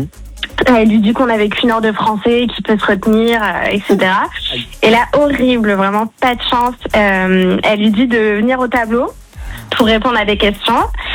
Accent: Toulouse, Occitanie, France; Coucou, moi je suis de Toulouse.

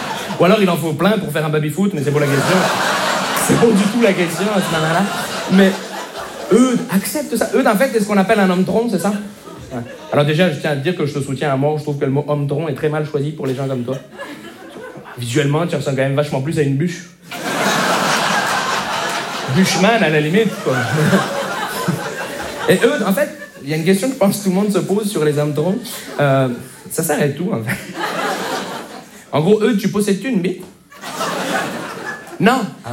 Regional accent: Montreal, Quebec, Canada; Bonjour, je me présente … je viens de Montréal.

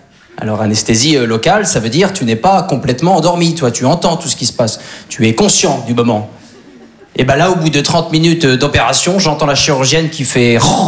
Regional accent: Normandy, France; Alors moi je suis originaire de Basse-Normandie.

